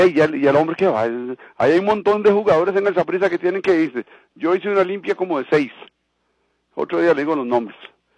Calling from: San Isidro de El General, San José, Costa Rica; No, yo soy, no, de San Isidro General, allá por donde llaman el Bajo, el Guavo, San Juan de Dios. Ahí casi más cerquita.

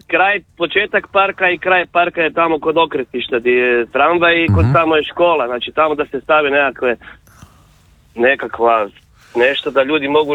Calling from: Zagreb, City of Zagreb, Croatia; Ja sam iz Dubca, inače. mi imamo lijep park tamo kroz naš kvart.

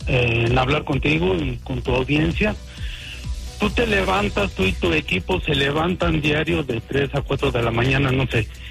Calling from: Colorado, United States; Yo vivo en Colorado hacia el este

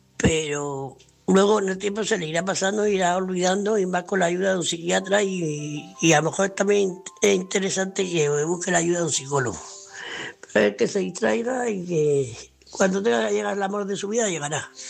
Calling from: Murcia, Region of Murcia, Spain; de Murcia.

